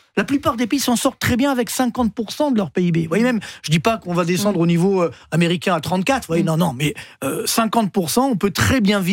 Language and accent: French; Orly, Île-de-France, France; je viens des cités HLM d'Orly.